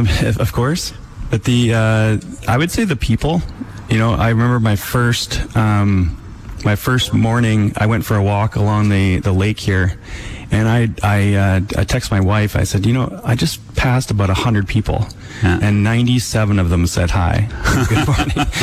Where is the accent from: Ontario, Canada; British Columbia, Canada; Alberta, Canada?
British Columbia, Canada; Vancouver; I grew up in Vancouver, love Vancouver.